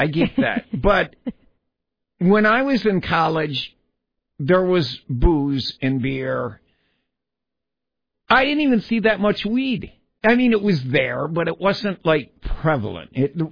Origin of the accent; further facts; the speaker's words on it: Wisconsin, United States; I grew up in Wisconsin.